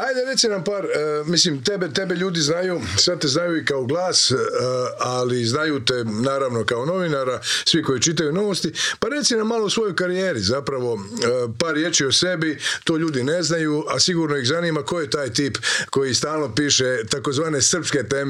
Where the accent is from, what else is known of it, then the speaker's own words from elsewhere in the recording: Zagorje, Croatia; Zagrebčanka, da, ja sam iz Zagorje.